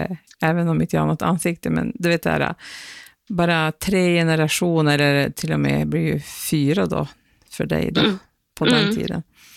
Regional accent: Piteå, Norrbotten County, Sweden; accent: pitemål (Pite dialect); first language Pite dialect (pitemål); Det där är ju mitt modersmål, så att du skulle kunna prata hur mycket pitemål som helst med mig.

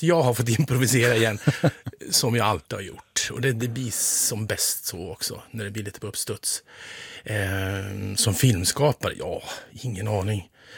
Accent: Gävleborg County, Sweden; där hemma i Hälsingland

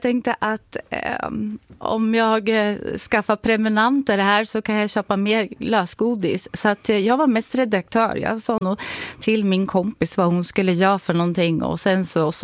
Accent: Timrå, Västernorrland County, Sweden; Jag är uppvuxen i Timrå. Tillsammans med min mamma.

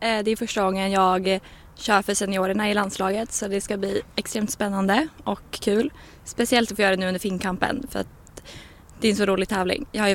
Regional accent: Västerås, Västmanland County, Sweden; vi är så många från Västerås

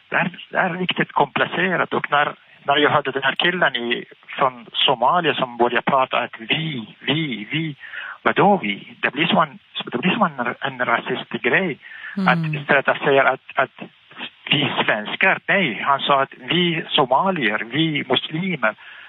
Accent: Iraq; Swedish is a second language; moved away as an adult; now in Sweden; jag var från Irak, och alla från Irak eller från Syrien eller Mellanöstern, vi levde i en diktatur hela vårt liv

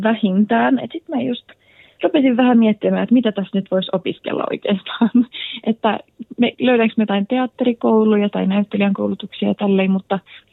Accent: Vaasa, Ostrobothnia, Finland; moved away as an adult; now in Sweden; lapsena näyttelin paljon täällä Vaasassa ja Vaasan kaupungin teatterissa

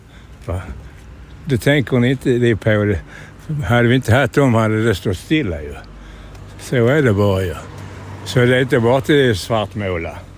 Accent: Torlösa, Skåne, Sweden; now in Svalöv, Sweden; Ja, lilla Torlösa växte jag upp i. Ja. Och sen har jag bott i Svalöv.

